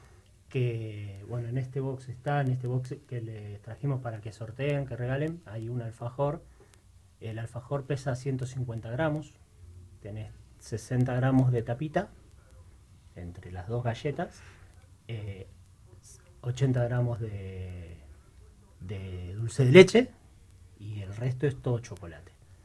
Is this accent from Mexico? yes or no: no; Rosario, Santa Fe, Argentina; moved away; Somos rosarinos nosotros.